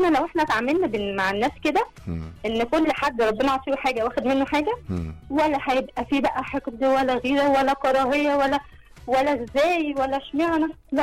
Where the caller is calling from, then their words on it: Alexandria, Alexandria Governorate, Egypt; وتحيه من اسكندريه.